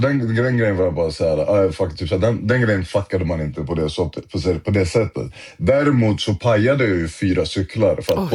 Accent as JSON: {"language": "Swedish", "town": "Stockholm", "region": "Stockholm County", "country": "Sweden", "tie": "born or raised there", "said": "jag är uppväxt i Rågsved, så du snackar också om att det tar en timmes resväg för mig."}